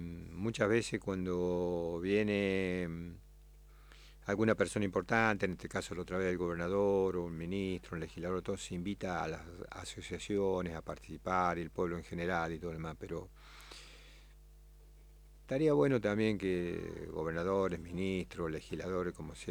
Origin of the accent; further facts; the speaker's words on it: Argentina; allá en el pueblo, en mi pueblo, en Ballester